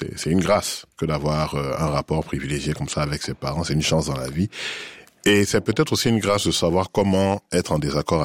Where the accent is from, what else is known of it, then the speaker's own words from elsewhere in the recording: Côte d’Ivoire; disons que quand on grandit en Côte d'Ivoire, on a le sentiment de bien connaître la France